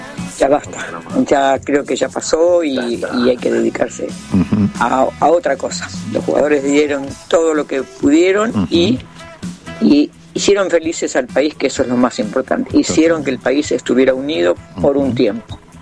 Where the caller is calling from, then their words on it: Ituzaingó, Buenos Aires Province, Argentina; de Ituzaingó.